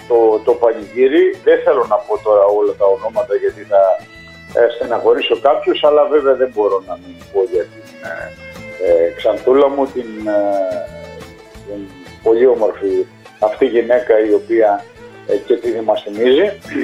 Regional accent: Greece; είναι το χωριό μου, το Μονοκάμπης

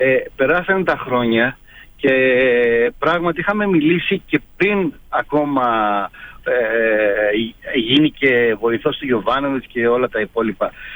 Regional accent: Greece; Έχουμε σαν Έλληνες αυτό το φιλότιμο

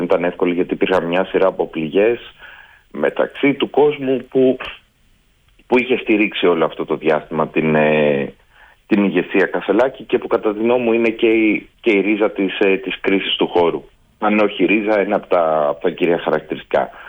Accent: Athens, Attica, Greece; για να σας πω ένα συγκεκριμένο παράδειγμα για το στεγαστικό από την πόλη μου, από το Δήμο Αθηναίων.

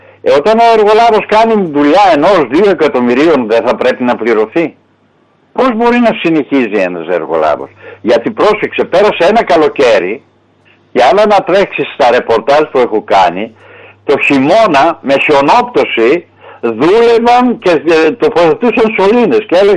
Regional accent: Meliti, Western Macedonia, Greece; Εγώ να, είμαι από τον Δήμο Μελίτης. Είμαι από το Δήμο Μελίτης.

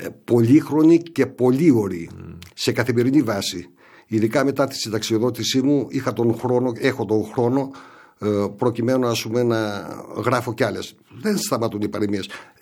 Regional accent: Vari, Grevena, Western Macedonia, Greece; born or raised there

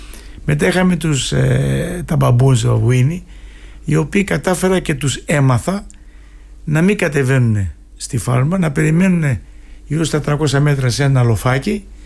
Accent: Greece; moved away; Αυτή είναι η επιτυχία που είχαμε εμείς σαν Έλληνες.

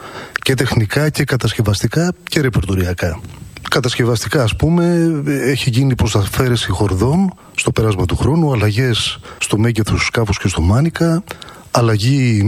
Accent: Preveza, Epirus, Greece; στην ιδιαίτερη πατρίδα μου, στην Πρέβεζα

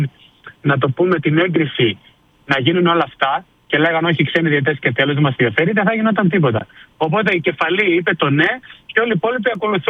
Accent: Greece

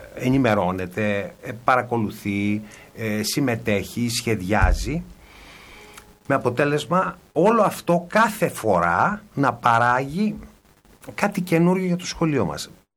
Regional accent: Greece; ως Έλληνες

